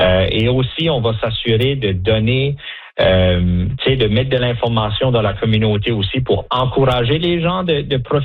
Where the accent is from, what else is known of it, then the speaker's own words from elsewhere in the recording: New Brunswick, Canada; Moi, je suis un Acadien, je suis originaire du New-Brunswick